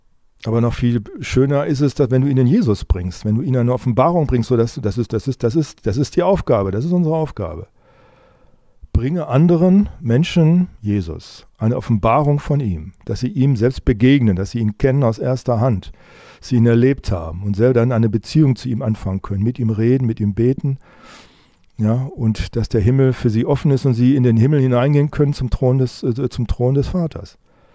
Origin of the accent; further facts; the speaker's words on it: Saxony, Germany; Ich bin Sachse. Na und? Ja, leider.